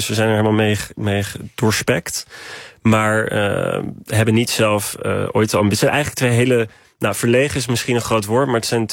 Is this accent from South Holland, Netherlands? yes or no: no; Haarlem, North Holland, Netherlands; Wij komen uit Haarlem. Shout-out naar Haarlem. Love Haarlem, maar...